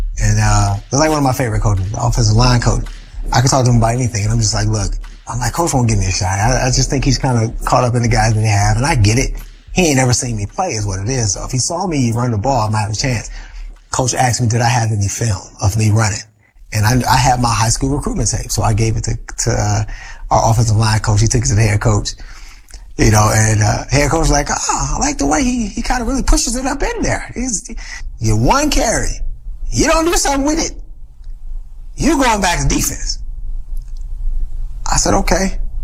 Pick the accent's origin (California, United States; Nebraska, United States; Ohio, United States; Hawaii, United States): Ohio, United States; Cleveland; You know, I grew up in Cleveland, Ohio, and most of my life I lived in the rougher parts.